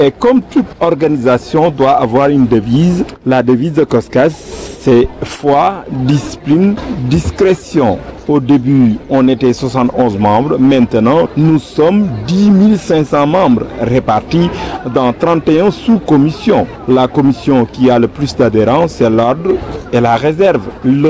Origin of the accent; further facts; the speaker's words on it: Richard Toll, Saint-Louis, Senegal; je viens de Richatol, je suis très content.